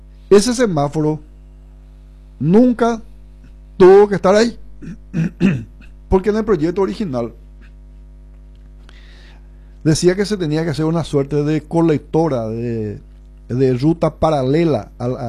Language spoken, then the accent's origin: Spanish; Paraguay; Como paraguayo te digo eso.